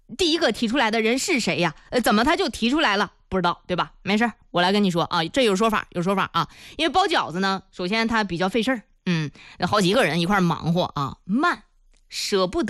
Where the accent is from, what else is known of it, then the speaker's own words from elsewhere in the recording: China; 作为中国人啊，我觉得咱们应该有这个自信。